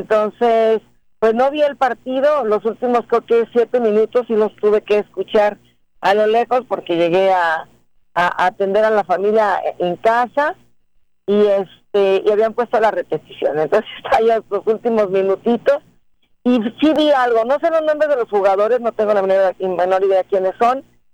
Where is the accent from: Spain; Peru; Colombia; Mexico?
Mexico; música de nuestro país, de los que somos mexicanos